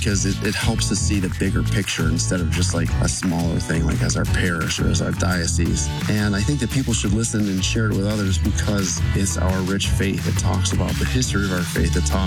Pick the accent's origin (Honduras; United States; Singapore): United States; Orchard Park, New York; I'm from Orchard Park, New York.